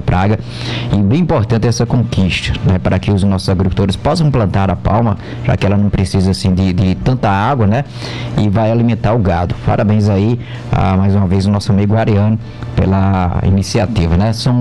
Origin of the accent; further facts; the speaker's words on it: Campina Grande, Paraíba, Brazil; born there; minha terra já foi um dos maiores produtores também, Campina Grande